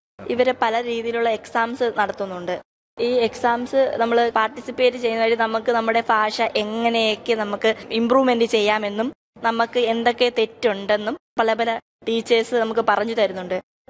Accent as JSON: {"language": "Malayalam", "region": "Kerala", "country": "India", "said": "ഞാൻ തിരുവനന്തപുരം ജില്ലയിൽ നിന്നാണ് വരുന്നത്."}